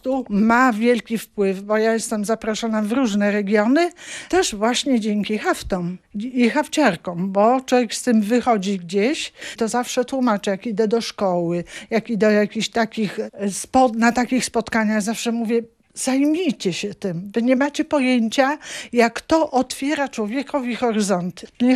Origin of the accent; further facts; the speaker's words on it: Puck, Pomeranian Voivodeship, Poland; typową Kaszubką. Mój dziadek urodził się w Pucku, mój ojciec urodził się w Pucku, ja się urodziłam w Pucku, my jesteśmy wszyscy od urodzenia razem z mężem Puczczanami. Tu mieszkamy